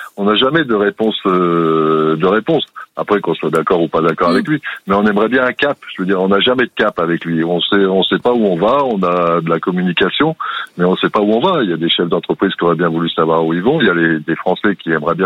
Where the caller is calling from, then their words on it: Nouvelle-Aquitaine, France; De Charente